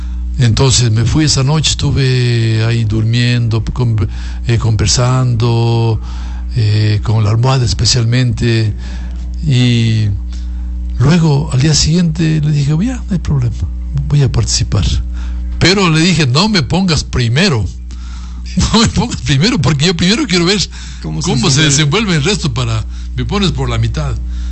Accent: Macas, Morona Santiago, Ecuador; como representante de acá, de esta tierra, de mi provincia, de mi tierra, de Macas

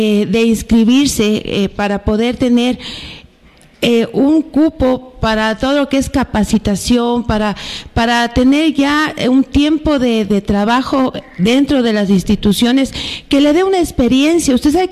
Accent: Ambato, Tungurahua, Ecuador; todos quienes somos la gente de Ambato

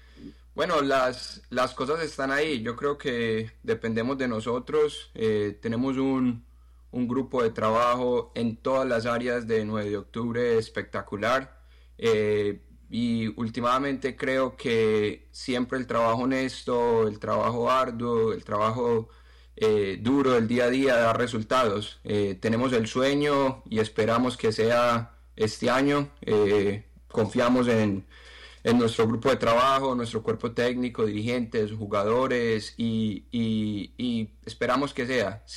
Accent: Colombia; moved away; Yo soy originariamente de Colombia, mi esposa es de Ecuador, entonces de ahí la conexión con Ecuador.

